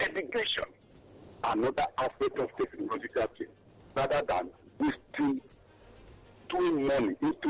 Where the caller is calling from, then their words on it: Ikeja, Lagos, Nigeria; I'm calling from Ikeja. Ikeja.